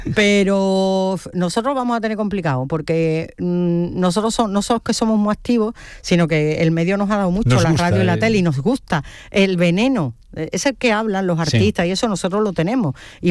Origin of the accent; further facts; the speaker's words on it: Huelva, Andalusia, Spain; Entonces, yo puedo ser muy de Huelva, pero yo soy andaluza.